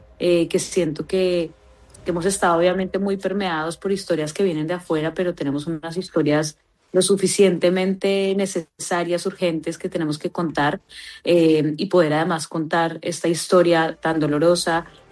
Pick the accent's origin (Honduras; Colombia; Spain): Colombia; Como colombianos, que podamos mirar esas heridas y poder dialogar